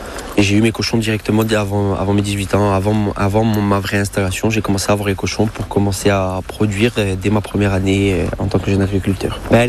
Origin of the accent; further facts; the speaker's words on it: Moriani, Corsica, France; also born or lived in Ouchane, near Bastia; Je suis de Morgnagne, on va dire, de la plaine orientale, et de Ouchane, donc en dessous de Bastia. J'ai voulu m'installer à Ouchane